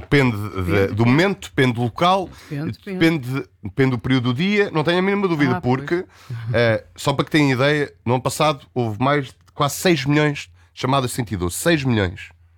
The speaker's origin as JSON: {"language": "Portuguese", "region": "Beira Baixa", "country": "Portugal", "tie": "born or raised there", "said": "na minha terra, que eu sou da zona da Beira Baixa"}